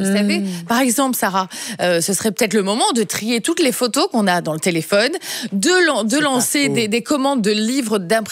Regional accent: Wallonia, Belgium; born there; moi, je suis née près près de Libramont

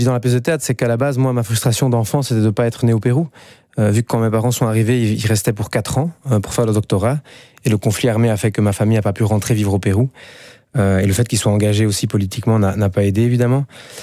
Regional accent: Brussels, Brussels-Capital Region, Belgium; accent: Belgian, Brussels; Au Québec, j'ai un accent belge, en France aussi, et même bruxellois, et je le revendique.

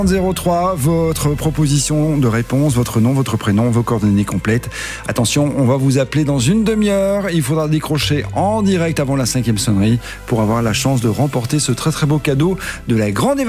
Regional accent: Belgium; nos cousins français à nous, leurs cousins belges

